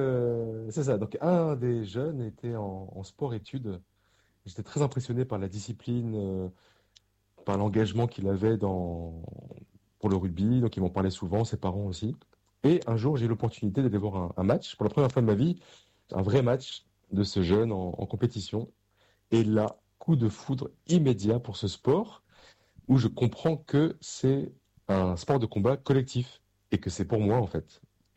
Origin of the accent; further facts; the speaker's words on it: Paris, Île-de-France, France; Alors moi, je viens d'une famille du sud-ouest. Et même si j'ai grandi à Paris, mais j'ai beaucoup de cousins dans le sud-ouest qui ont fait du rugby